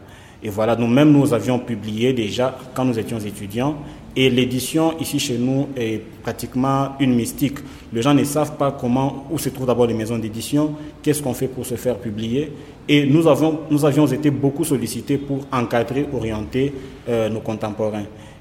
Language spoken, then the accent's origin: French; Kolwezi, Lualaba, DR Congo; moved away as an adult; now in Lubumbashi, DR Congo; je suis né à Kolwezi, j'ai grandi à Kolwezi. Et puis, en 2014, j'ai quitté Kolwezi, la laissant au statut de ville. Et je suis venu à Lubumbashi étudier.